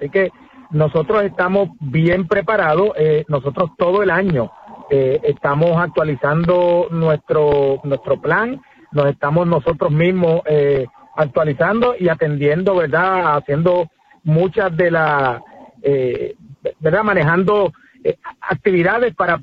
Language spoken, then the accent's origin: Spanish; Arecibo, Puerto Rico; Yo soy de Villa Serena.